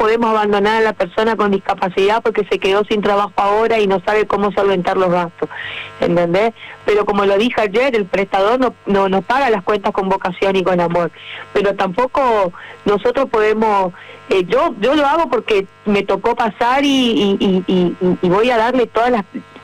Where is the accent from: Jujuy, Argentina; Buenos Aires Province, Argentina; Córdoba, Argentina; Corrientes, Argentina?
Corrientes, Argentina; porque saben que soy correntina